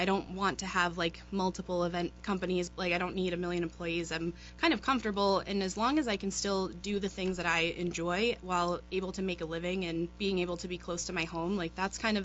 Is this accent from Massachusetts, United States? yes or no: yes; Marshfield, Massachusetts, United States; moved away; I grew up in Marshfield. I love Marshfield. It's a place that I kind of keep close to my heart. It's on the beach.